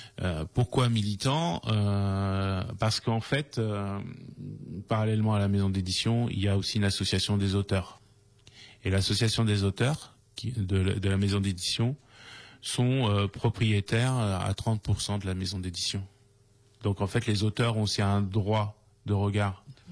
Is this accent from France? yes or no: yes; Gignac, France; Moi, je suis de Gignac